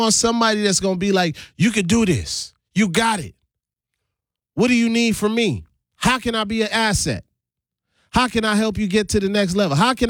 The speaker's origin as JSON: {"language": "English", "town": "St. Thomas", "country": "U.S. Virgin Islands", "lives_now": "Milwaukee, United States", "said": "And I'm from St. Thomas, the Virgin Islands. I believe in Milwaukee."}